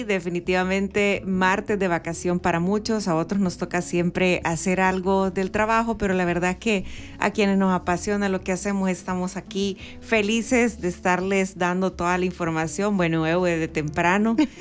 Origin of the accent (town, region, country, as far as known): El Salvador